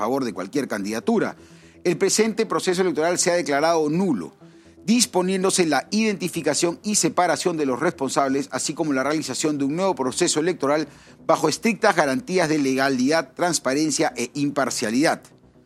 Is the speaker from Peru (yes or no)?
yes; Peru; Somos los peruanos, todos, el 100% de peruanos